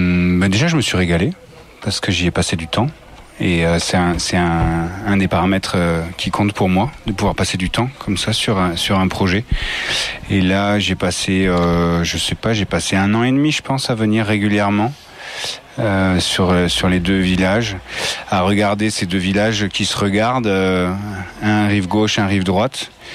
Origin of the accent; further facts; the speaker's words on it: Le Rozier, Occitanie, France; now in Millau, France; j'ai grandi à Rosiers, enfin Mossujol, le Rosier, ce coin là quoi. Et en fait mon territoire, il était entre le Rosier et Millau, Causse Noire, Larzac.